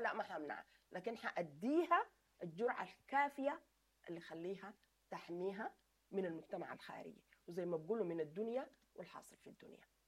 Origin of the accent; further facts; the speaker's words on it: Sudan; نحن كسودانيين عندنا نظام الأسرة الممتدة